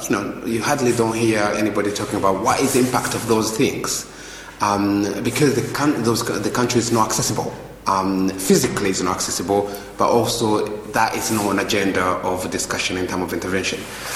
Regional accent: United Kingdom; So as a British person

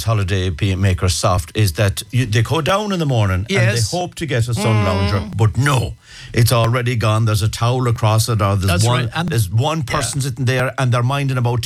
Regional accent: Ireland

